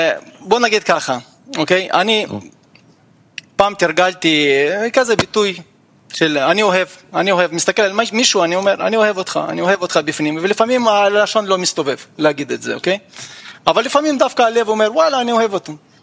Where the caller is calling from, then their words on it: Haifa, Haifa District, Israel; מה, שלום, חיפה?